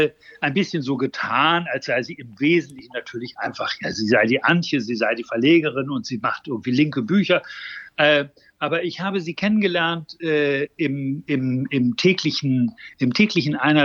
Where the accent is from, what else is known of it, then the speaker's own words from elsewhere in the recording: Hamburg, Germany; zumindest in Berlin und ich glaube auch in Hamburg, wo ich herkomme, schon die ersten Frauenbuchläden